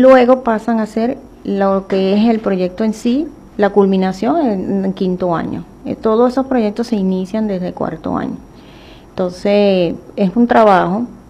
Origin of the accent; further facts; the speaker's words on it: Venezuela; nosotros como venezolanos no conocemos nuestra cultura.